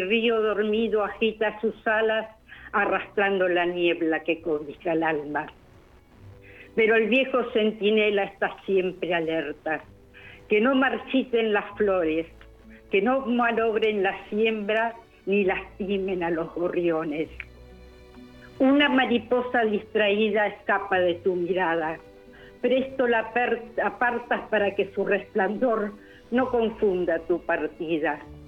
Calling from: Bahía Blanca, Buenos Aires Province, Argentina; Estoy en Bahía Blanca … de Bahía Blanca.

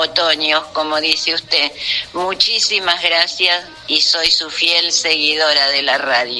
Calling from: Buenos Aires, Argentina; Soy la porteña

